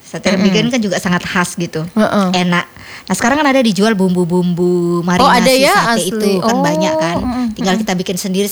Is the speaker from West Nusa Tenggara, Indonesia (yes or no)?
yes; West Nusa Tenggara, Indonesia; saya sebagai orang Sasak